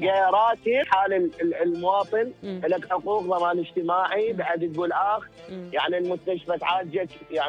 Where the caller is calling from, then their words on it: Najaf, Najaf Governorate, Iraq; من النجف.